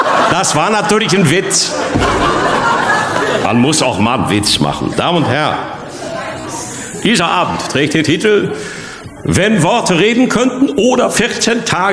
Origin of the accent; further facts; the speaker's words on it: Bochum, North Rhine-Westphalia, Germany; Ich komme aus Bochum